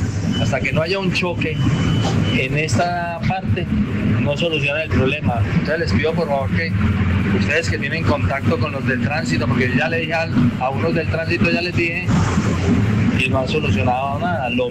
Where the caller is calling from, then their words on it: Dosquebradas, Risaralda, Colombia; Yo vivo en Dos Quebradas.